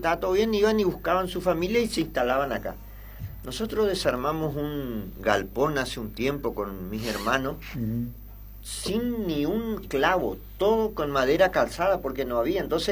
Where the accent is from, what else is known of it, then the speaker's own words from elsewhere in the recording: General Alvear, Misiones, Argentina; El año antepasado hicimos un General Alvear en mi pueblo.